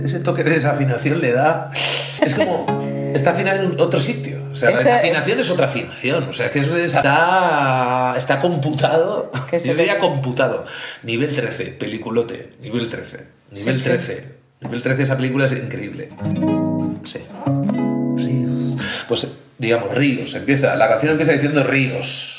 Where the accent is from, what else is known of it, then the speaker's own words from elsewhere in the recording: Valencia, Valencian Community, Spain; soy urbanita, o sea, nací en Valencia y he vivido hasta la mayoría de mi vida realmente en Valencia, que ahora vivo en el campo.